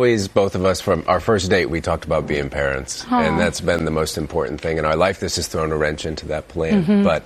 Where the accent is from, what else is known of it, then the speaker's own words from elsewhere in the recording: Illinois, United States; Illinois.